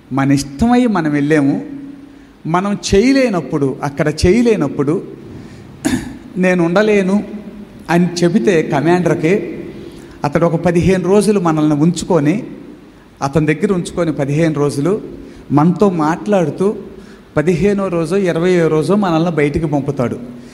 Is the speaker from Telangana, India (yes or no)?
no; Santharavuru, Andhra Pradesh, India; మాది ప్రకాశం జిల్లా, చిన్న పల్లెటూరు సంతరావూరు అనే గ్రామం. ఆ గ్రామంలో నేను 10వ తరగతి దాకా చదువుకున్నాను.